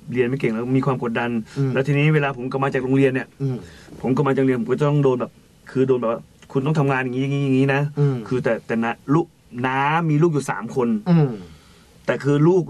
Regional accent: Saraburi, Thailand; also born or lived in Isan; now in Lopburi, Thailand; เป็นคนสระบุรีบ้านเกิดอยู่สระบุรีนะครับแล้วก็แต่ตอนนี้ย้ายไปอยู่ที่ลพบุรีแล้วครับผ

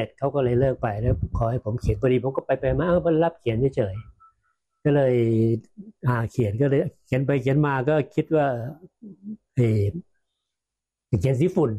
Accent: Maha Sarakham, Thailand; ก็เลยไปกลับไปทํางานทําเป็นหอศิลป์ทําเป็นโรงไว้ที่บ้านมหาสารคาม

